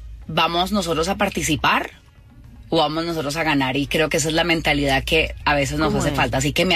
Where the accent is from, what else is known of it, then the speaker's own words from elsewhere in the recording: Colombia; Y la verdad, pues obviamente, pues como buena colombiana, pues no nos aguantamos la arrogancia, obviamente, de los argentinos en cuestión de fútbol.